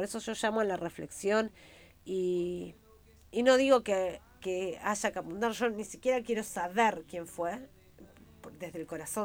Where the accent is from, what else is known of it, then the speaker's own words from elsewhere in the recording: Argentina; como argentinos, como argentina que soy